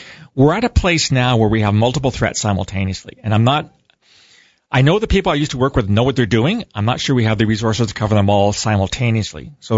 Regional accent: Canada; But pound for pound, or being Canadian, kilo for kilo, the vast majority of terrorists

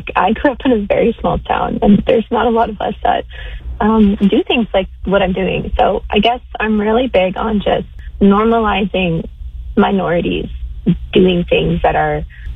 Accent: Saskatchewan, Canada; moved away as an adult; I'm from Pawmaker Cree Nation, located in Treaty 6 territory. I was born and raised on the reserve, and I left home when I was 18

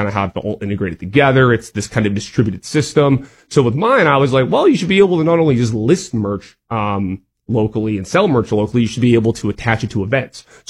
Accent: Canada; We actually allow for e-transfer, being Canadian. That's a very well-trusted system here.

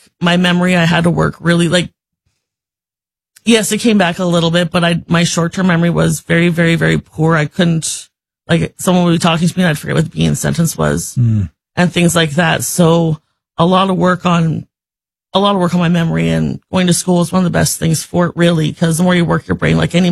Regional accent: Regina, Saskatchewan, Canada; That is correct. Spent 47 years here almost.

